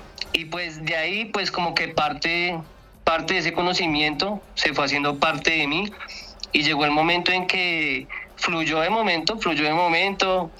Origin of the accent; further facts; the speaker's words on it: Bogotá, Bogotá Capital District, Colombia; yo soy pues de Bogotá, en el barrio Kennedy